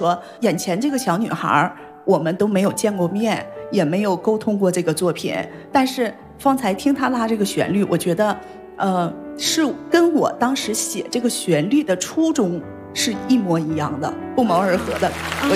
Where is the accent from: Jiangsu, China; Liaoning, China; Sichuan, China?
Liaoning, China; Anshan; 他来到我的老家鞍山